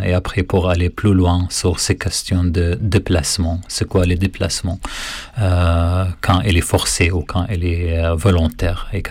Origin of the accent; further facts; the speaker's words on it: As-Suwayda Governorate, Syria; French is a second language; moved away; la région où je viens, du sud de la Syrie, il s'appelle Sweda.